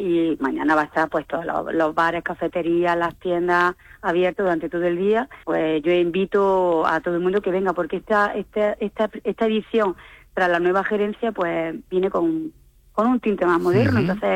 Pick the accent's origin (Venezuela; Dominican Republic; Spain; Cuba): Spain; Alba; born there